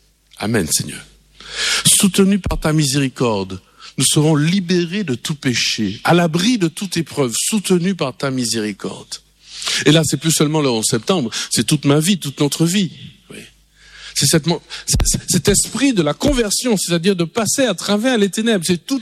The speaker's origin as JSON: {"language": "French", "country": "Martinique"}